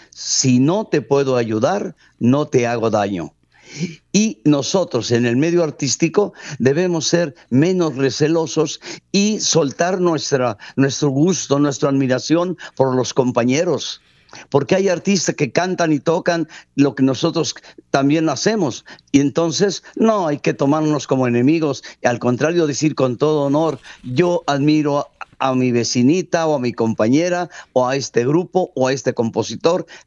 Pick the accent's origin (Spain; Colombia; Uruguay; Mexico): Mexico; qué bueno que somos mexicanos. Y déjame decirte, estoy en Guadalajara, Jalisco.